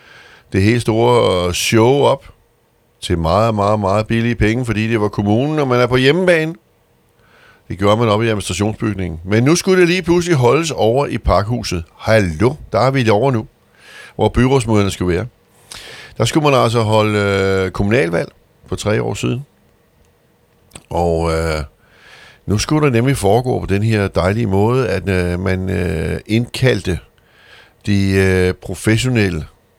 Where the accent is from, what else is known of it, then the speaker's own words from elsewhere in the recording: Lolland, Zealand, Denmark; os, der bor hernede, vi er fra Lolland